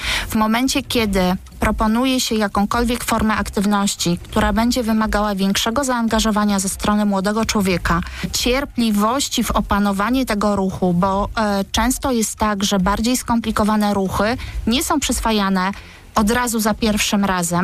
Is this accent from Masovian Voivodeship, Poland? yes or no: no; Gdynia, Pomeranian Voivodeship, Poland; Ja jestem z Gdyni